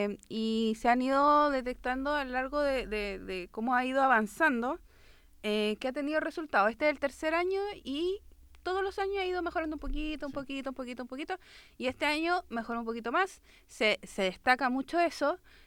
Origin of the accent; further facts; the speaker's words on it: San Bernardo, Santiago Metropolitan Region, Chile; que yo soy de allá, tú sabes que yo soy vecina de San Bernardo.